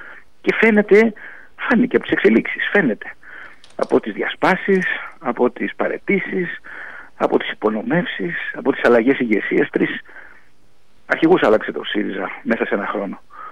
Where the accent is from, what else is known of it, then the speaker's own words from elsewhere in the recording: Kefalonia, Ionian Islands, Greece; ως Κεφαλονίτης στην Πάτρα έχω φίλους